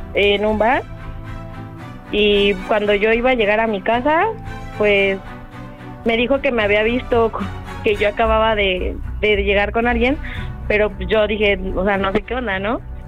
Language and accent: Spanish; Venustiano Carranza, Mexico City, Mexico; Sí, de la alcaldía Venustiano Carranza.